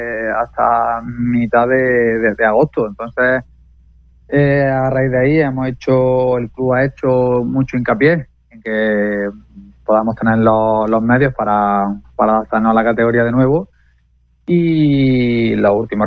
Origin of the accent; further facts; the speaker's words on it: Lucena, Andalusia, Spain; yo soy de aquí de Lucena